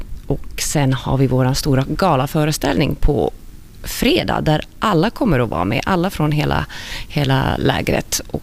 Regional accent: Finland; vi kommer från Finland såklart

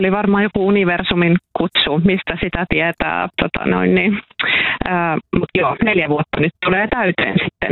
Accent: Oulu, North Ostrobothnia, Finland; born there; moved away; Mä oon siis syntyisin tästä kaupungista ja 20 vuotta asuin sitten opintojen ja töiden ja perhe-elämän ja kaiken muun takia muualla. Ja 4 vuotta sitten paluu muutin

